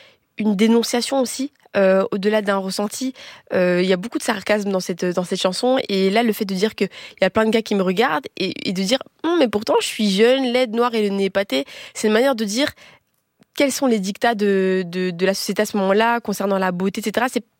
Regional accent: Molenbeek-Saint-Jean, Brussels-Capital Region, Belgium; also born or lived in Tubize; Donc moi je suis née à Molenbeek, j'ai grandi, mais à ce moment-là je déménage vers mes 12 ans à Tubize, une petite ville qui est à côté de Bruxelles.

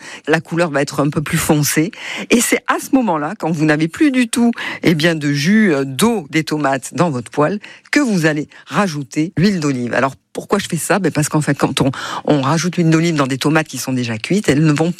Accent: Provence-Alpes-Côte d'Azur, France

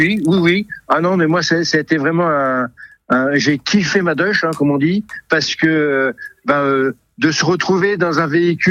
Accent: Île-de-France, France; Alors nous on vient de la région parisienne

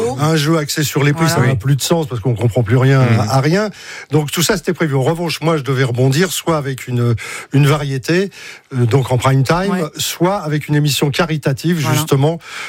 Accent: Paris, Île-de-France, France; Parce que moi, je suis un Parigot.

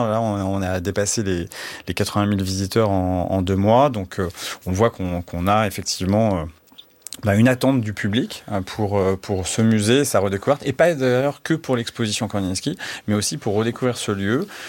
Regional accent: Normandy, France; now in Lille, France; Moi, je suis aussi venu à Lille pour ça. Je suis pas lillois, je viens de Normandie

